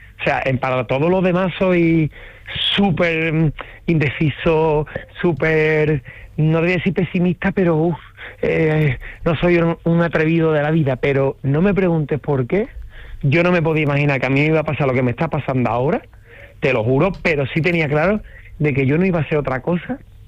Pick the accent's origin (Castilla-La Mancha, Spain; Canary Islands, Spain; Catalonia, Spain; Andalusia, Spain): Andalusia, Spain; Rota; no estoy viviendo en otro sitio, sigo en el mismo entorno, sigo en Rota, en mi pueblo